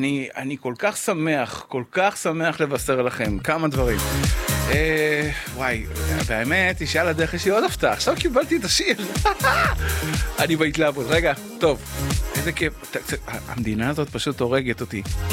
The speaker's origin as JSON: {"language": "Hebrew", "town": "Eilat", "region": "Southern District", "country": "Israel", "tie": "born or raised there", "said": "בתור אילתי שגדל פה בשנות ה-80"}